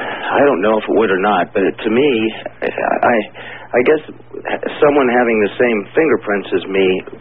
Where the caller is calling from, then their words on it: Los Lunas, New Mexico, United States; calling you from Las Lunas, New Mexico, listening on 77 KKOB.